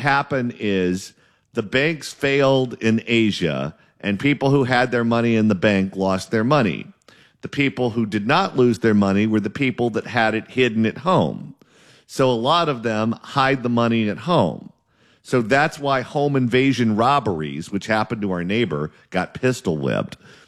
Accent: Garden Grove, California, United States; So I grew up in Garden Grove, California, which is primarily Vietnamese and Korean. We were the only white family on the block.

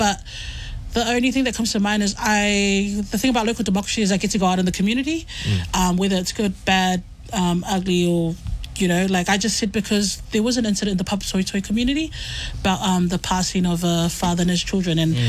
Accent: South Auckland, Auckland, New Zealand; Like, I love South Auckland. I'm from South Auckland myself, Otero.

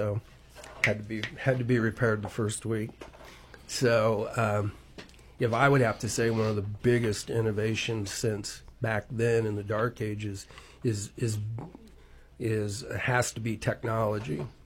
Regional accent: Illinois, United States; I am not from West Virginia.

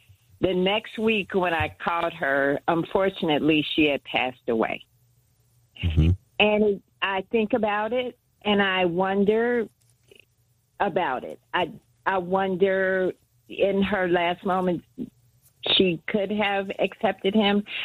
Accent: Chicago, Illinois, United States; I'm from Chicago, Illinois, and we forged a friendship.

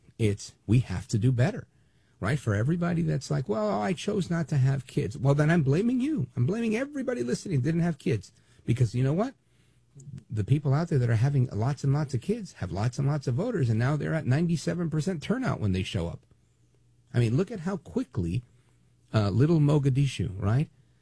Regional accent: Brooklyn, New York, United States; Number one, I grew up in Brooklyn, New York, with a lot of Jewish people, but there were also a lot of Muslims, a lot of Haitians, a lot of people of many different faiths and many backgrounds.

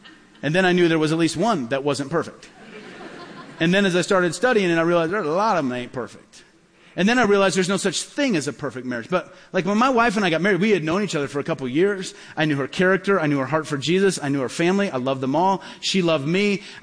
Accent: Peoria, Illinois, United States; born or raised there

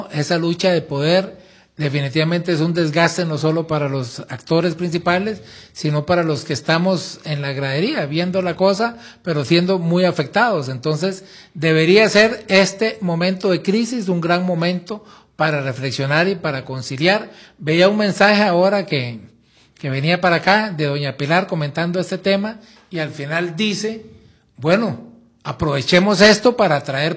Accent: Costa Rica; como costarricenses no perdemos mucho con eso.

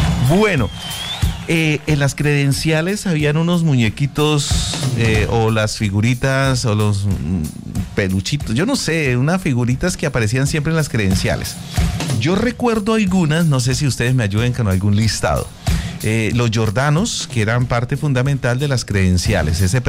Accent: Bucaramanga, Santander, Colombia; now in Cúcuta, Colombia; Yo soy de Bucaramanga y mi adolescencia fue en los 90.

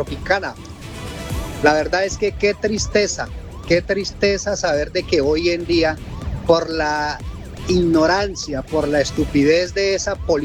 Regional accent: Colombia; para mí como colombiano y yo, colombiano orgulloso que siempre me he sentido

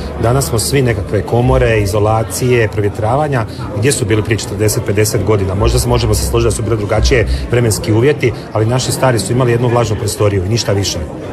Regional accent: Piškorevci, Vukovar-Srijem County, Croatia; Ja sam iz Piškorevaca, ali sam mikanovački zet

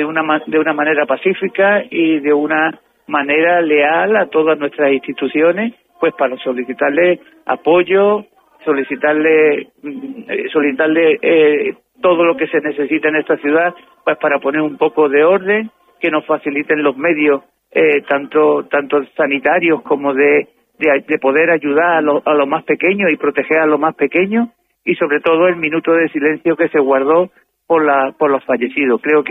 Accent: Ceuta, Spain; Todos somos ceutíes

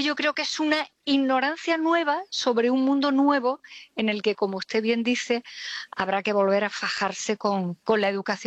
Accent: Andalusia, Spain; yo soy andaluza y naturalmente estamos en el día de después

